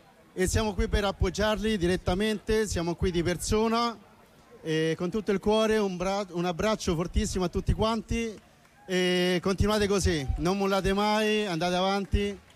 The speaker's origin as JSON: {"language": "Italian", "country": "Ecuador", "lives_now": "Rome, Italy", "said": "siamo dell'Ecuador, sono 13 anni che noi praticamente veniamo qua"}